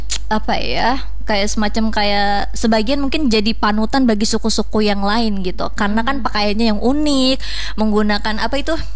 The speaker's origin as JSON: {"language": "Indonesian", "region": "Kalimantan", "country": "Indonesia", "said": "kita kan sebagai orang Kalimantan"}